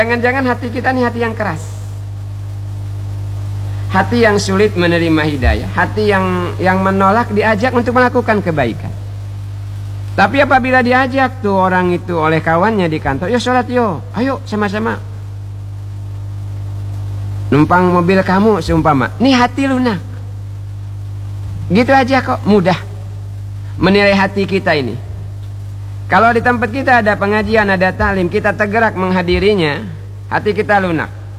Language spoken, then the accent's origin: Indonesian; Bangka Belitung Islands, Indonesia; kata kita orang Bangka.